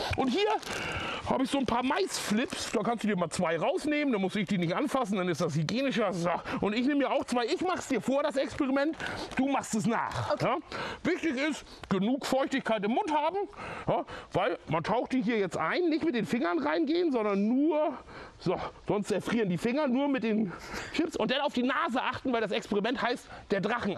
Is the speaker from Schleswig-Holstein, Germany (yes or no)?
yes; Haffkrug, Schleswig-Holstein, Germany; also born or lived in Hamburg, Germany; Ich bin in Hamburg geboren, bin aber in Haffkrug an der Ostsee, so ein ganz kleines Dorf an der Ostsee, aufgewachsen. Und dann habe ich eigentlich überall mal gelebt.